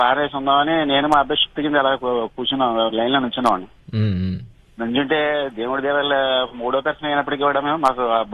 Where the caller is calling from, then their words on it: Rajahmundry, Andhra Pradesh, India; నేను రాజమండ్రి నుంచి మాట్లాడుతున్నాను సార్.